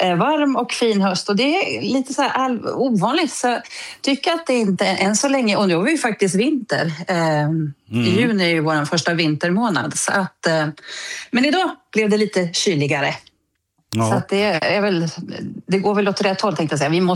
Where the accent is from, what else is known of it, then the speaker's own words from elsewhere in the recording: Sundsvall, Västernorrland County, Sweden; moved away as an adult; now in New Zealand; hemma i Sundsvall